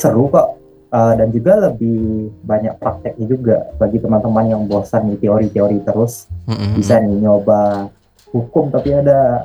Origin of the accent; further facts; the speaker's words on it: Bukittinggi, West Sumatra, Indonesia; born there; also born or lived in Sibolga; Sebenarnya saya lahir di Bukit Tinggi, tapi sekolah menengah di Man Tapanuli Tengah dan juga kuliah di Aceh.